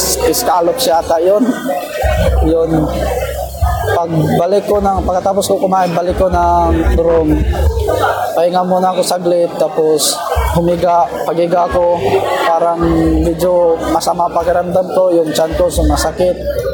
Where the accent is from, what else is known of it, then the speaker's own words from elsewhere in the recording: Siargao, Surigao del Norte, Philippines; Ako sa Siargao Island.